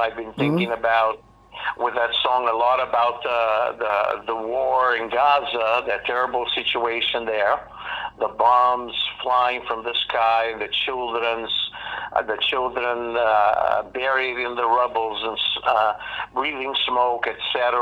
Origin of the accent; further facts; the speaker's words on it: Brazil; English is a second language; in the Americas, you know, in my home country in Brazil.